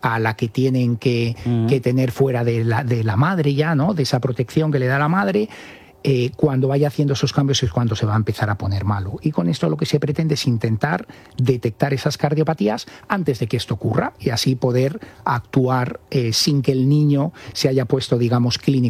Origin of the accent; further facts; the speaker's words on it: Cigales, Castile and León, Spain; also born or lived in Valladolid / Asturias; nos casamos en Cigales, que era mi pueblo.